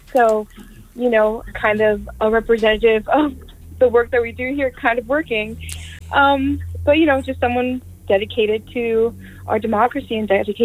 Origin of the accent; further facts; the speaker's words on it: Perth Amboy, New Jersey, United States; born and raised in New Jersey. I'm actually from Perth Amboy.